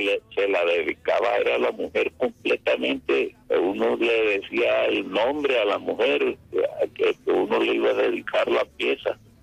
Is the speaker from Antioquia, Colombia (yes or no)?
no; El Paso, Cesar, Colombia; born or raised there